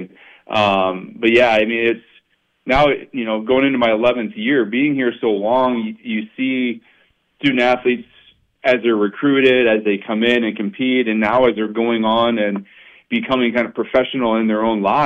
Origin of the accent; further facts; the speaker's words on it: Iowa, United States; now in Montana, United States; Even growing up in Iowa